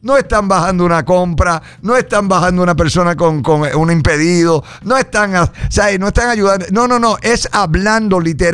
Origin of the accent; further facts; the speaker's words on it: Puerto Rico; Somos boricuas.